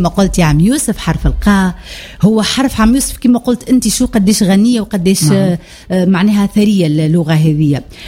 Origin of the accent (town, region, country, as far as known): Tunisia